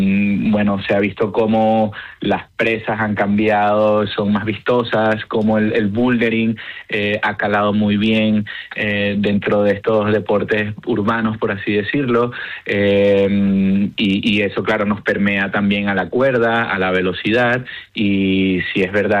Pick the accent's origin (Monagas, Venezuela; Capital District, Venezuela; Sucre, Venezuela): Capital District, Venezuela; Caracas; moved away; aunque que nací en Caracas, soy español de origen. O sea, yo siempre fui español. Yo nunca tuve que pedir la nacionalidad o hacer algún proceso para obtenerla. Uh-huh. Desde que nací, mi padre nació en Vigo